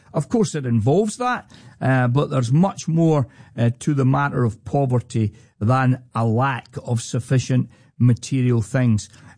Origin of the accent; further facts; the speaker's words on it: Scotland, United Kingdom; Obviously, being a Scotsman, I enjoyed meeting the Scottish team that were there.